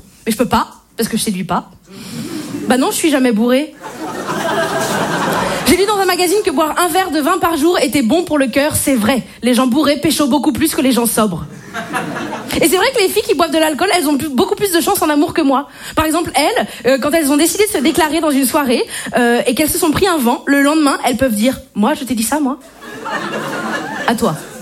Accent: Brittany, France; Bonsoir, je me présente … je suis bretonne et je ne bois pas d'alcool.

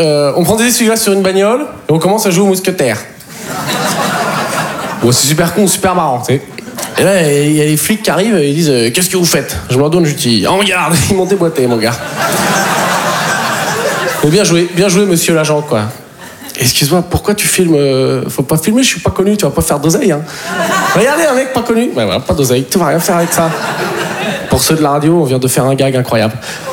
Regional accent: Poitiers, Nouvelle-Aquitaine, France; Savoir que moi, en plus, je viens de Poitiers. Donc, faut s'occuper. Tu peux pas aller au Futuroscope 5 fois par semaine.

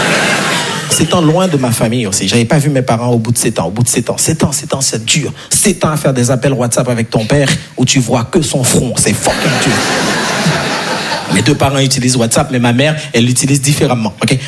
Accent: Haiti; Je vais pas vous mentir parce que je suis né et grandi en Haïti. Et en Haïti, on n'a pas les 4 saisons.

